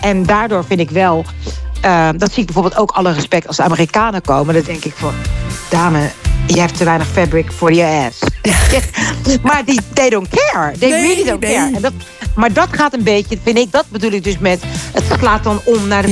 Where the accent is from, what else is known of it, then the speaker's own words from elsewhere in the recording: Netherlands; moved away as an adult; also born or lived in England; now in Curaçao; Ik ben geboren in Nederland. Ik ben op de school geweest in Nederland.